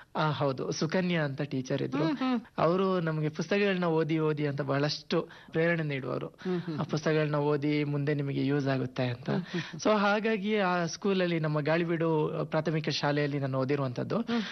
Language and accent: Kannada; Vitla, Karnataka, India; Madam, ನನ್ನ ಸ್ವಂತ ಊರು ಪುತ್ತೂರು ತಾಲೂಕಿನ ವಿಟ್ಲ. ವಿಟ್ಲದಲ್ಲಿ ಕನ್ಯಾನ ಅಂತ ಒಂದು ಗ್ರಾಮ ಇದೆ. ಆ ಗ್ರಾಮದಲ್ಲಿ ನಂದರಬೆಟ್ಟು ನನ್ನ ಸ್ವಂತ ಊರು.